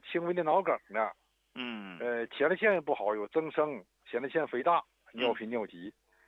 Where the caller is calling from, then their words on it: Qiqihar, Heilongjiang, China; 我是黑龙江齐齐哈尔的。